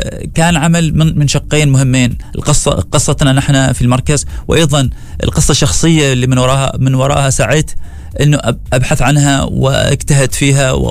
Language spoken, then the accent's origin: Arabic; Oman; ولنا نحن كعمانيين لنا الحق نفتخر فيه جميعا